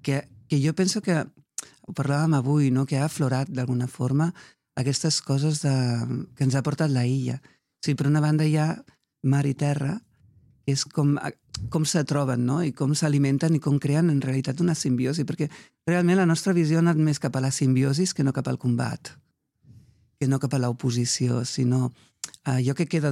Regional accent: Catalonia, Spain; Jo soc, els meus orígens són del Pallars, me fascinen les pedres. I a part sóc d'una zona del Pallars on també hi ha gent d'universitats d'arreu del món a estudiar aquell terreny.

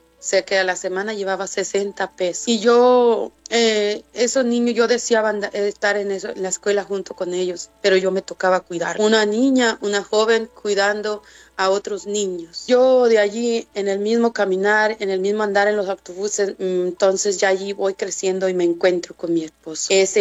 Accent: San Luis Potosí, Mexico; Yo vengo del estado de San Luis, de San Luis Potosí. Entonces yo no conocía San Luis, no conocía el centro.

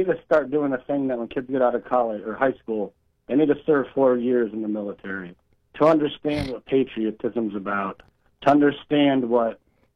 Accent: United States; as American men and women, we have it good over here.

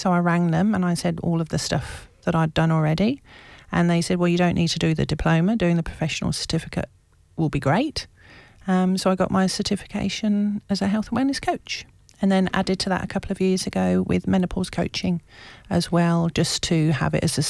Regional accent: United Kingdom; moved away as an adult; now in Australia; "Oh, it's just because you're British." I'm like, "Well, I'm Aussie now as well,"

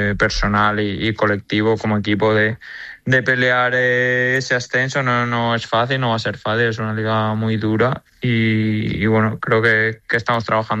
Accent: San Sebastián, Basque Country, Spain; born there; Sí, yo nací en Donostia, sí.

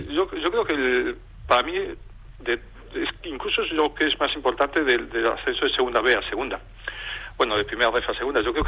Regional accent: A Coruña, Galicia, Spain; No es que reniegue del gallego, soy de La Coruña

